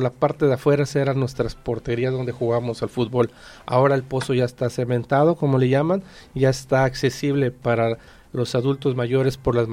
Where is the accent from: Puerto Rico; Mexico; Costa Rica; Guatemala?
Mexico; Poza Rica, Veracruz; born or raised there